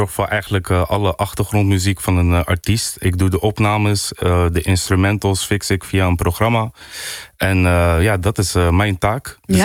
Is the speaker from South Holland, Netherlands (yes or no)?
yes; Gorinchem, South Holland, Netherlands; Ik kom uit Gorinchem.